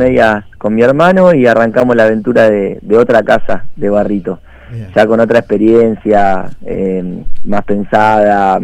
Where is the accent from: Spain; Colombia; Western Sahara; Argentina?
Argentina; Lanús, Buenos Aires Province; also born or lived in Mar de Cobo; now in La Plata, Argentina; Yo soy de Lanús